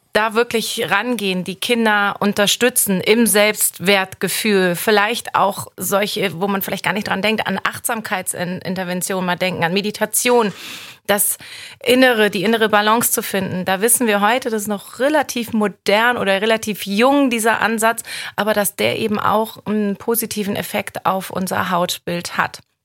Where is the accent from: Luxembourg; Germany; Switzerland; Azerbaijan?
Germany; Hamburg; Mein Gott, ich bin Hamburger, ich kenne John Stimme nun auch schon so lange